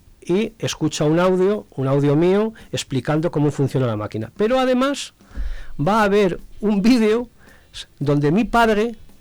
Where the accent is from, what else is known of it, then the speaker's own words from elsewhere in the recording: Malva, Castile and León, Spain; un pueblo que hice la historia de mi pueblo a través de un libro titulado Memorias de Malva, lo podéis ver en las bibliotecas, llegó a tener 1.080 habitantes y ahora tiene menos de 100